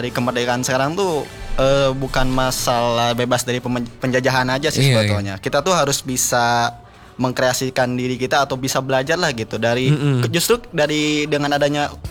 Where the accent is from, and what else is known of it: Garut, West Java, Indonesia; born or raised there; now in Bandung, Indonesia